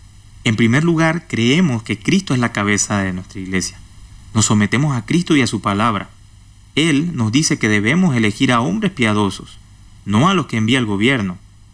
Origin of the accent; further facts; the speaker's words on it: China; nosotros que somos creyentes chinos